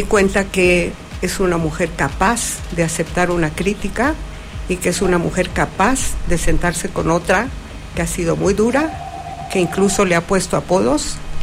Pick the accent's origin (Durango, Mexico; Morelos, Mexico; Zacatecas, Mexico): Zacatecas, Mexico; yo soy una zacatecana